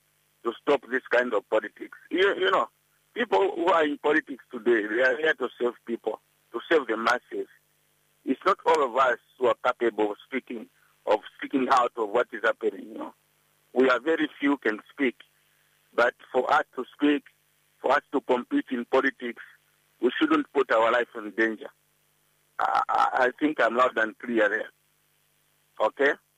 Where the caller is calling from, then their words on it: Lusaka, Lusaka Province, Zambia; calling from Chawama, Lusaka, Zambia.